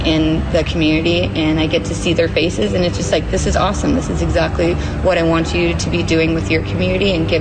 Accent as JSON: {"language": "English", "town": "Fillmore", "region": "Saskatchewan", "country": "Canada", "moved": "yes", "lives_now": "Estevan, Canada", "said": "I'm originally from Fillmore, Saskatchewan, and as you know, a small town"}